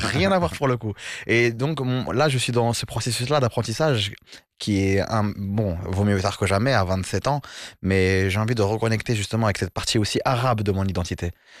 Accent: France; born there; Moi, je suis né en France, donc je fais partie de je suis issu de cette génération de la diaspora.

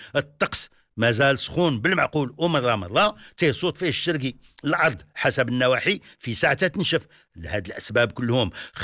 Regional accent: Morocco; أما بلادنا المغرب

